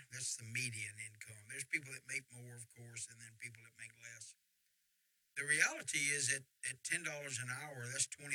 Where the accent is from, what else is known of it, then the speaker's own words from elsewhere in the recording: United States; I grew up in Sunset Acres.